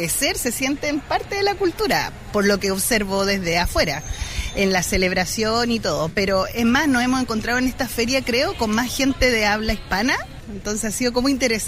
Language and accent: Spanish; Chile; estoy pensando en mi país, Chile, nosotros no tenemos un museo de los norteamericanos.